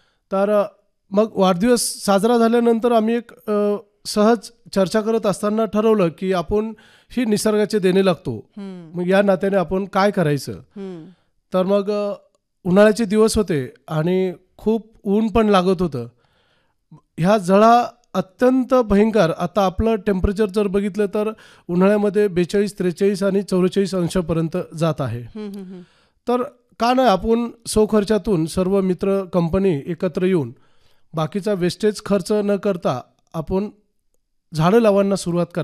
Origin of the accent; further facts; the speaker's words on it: Maharashtra, India; मी मूळचा नखाते हदगाव तालुका पाथरी इथून असून